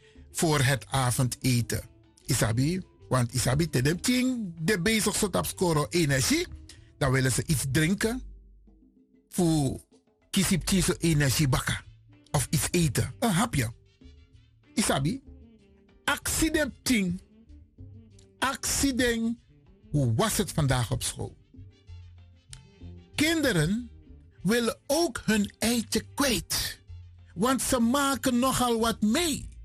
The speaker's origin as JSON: {"language": "Dutch", "country": "Suriname", "said": "ja, ik ben geen Afrikaan, ik ben een Surinamer."}